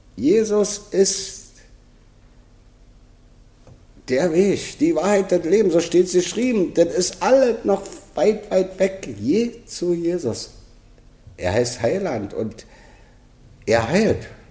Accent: Berlin, Germany; Als Berliner, und da ist kein falscher Stolz, 3 Generationen, das ist schon eine ganze Menge, habe ich, obwohl ich wohnungslos war, meinen Kiez frequentiert, wo ich geboren bin, nämlich in Lichtenberg.

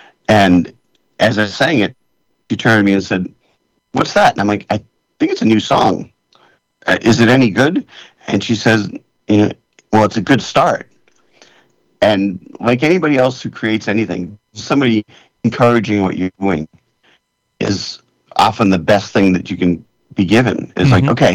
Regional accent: United States; I'm this American guy.

